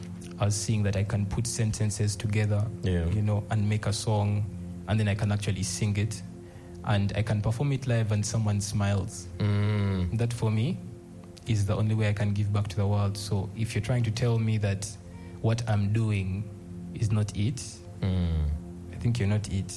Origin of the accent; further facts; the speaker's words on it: Arua, Northern Region, Uganda; now in Kampala, Uganda; I come from Northwest Uganda. Northwest Uganda. Arua. Yeah. I'm a bad boy from Arua.